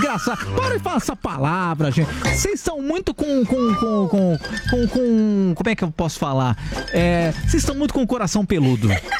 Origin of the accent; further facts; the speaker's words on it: Sorocaba, São Paulo, Brazil; Cara, eu sou de Sorocaba, não vem com essa não, hein, cara?